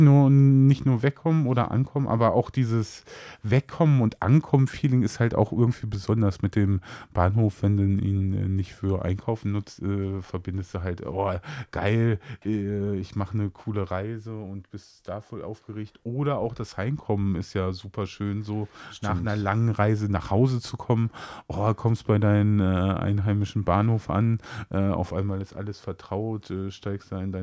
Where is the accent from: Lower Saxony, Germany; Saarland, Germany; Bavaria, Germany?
Lower Saxony, Germany; ich komme ja aus der Nähe von Hannover.